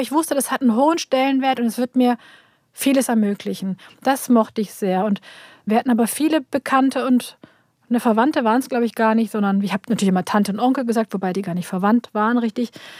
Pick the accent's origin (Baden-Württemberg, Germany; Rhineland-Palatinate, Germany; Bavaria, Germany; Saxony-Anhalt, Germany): Baden-Württemberg, Germany; Schwäbisch Gmünd; now in Berlin, Germany; Also gerade in so einer Umgebung wie Schwäbisch Gmünd oder in der Schule, in der ich war, also das einzige türkische Kind damals